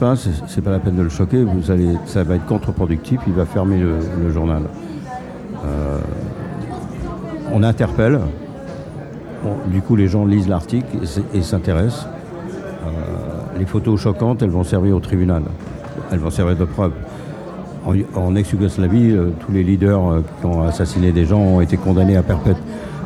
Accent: France; Moi, je suis français, je viens de France.

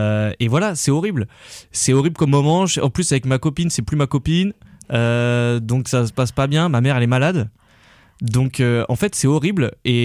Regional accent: Grenoble, Auvergne-Rhône-Alpes, France; born or raised there

